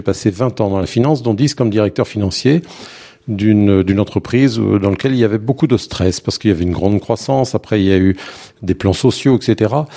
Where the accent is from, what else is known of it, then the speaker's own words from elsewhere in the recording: Rennes, Brittany, France; Mes premiers souvenirs, c'est alors que j'étais encore lycéen à Rennes, où je suis né à Rennes en Bretagne.